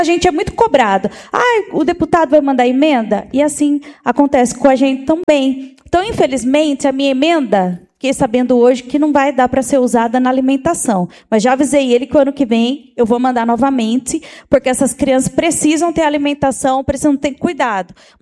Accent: Brazil; Eu vim e sou da Zona Leste, também cresci assim, praticando esportes.

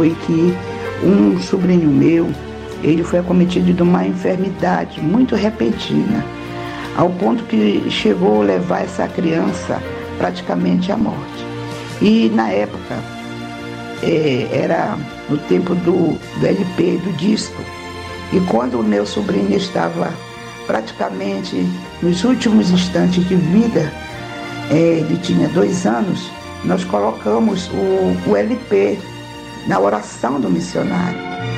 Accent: Pará, Brazil; born there; now in Imperatriz, Brazil; Nasci no Pará e foi lá que eu conheci o Senhor Jesus na Igreja Deus e Amor.

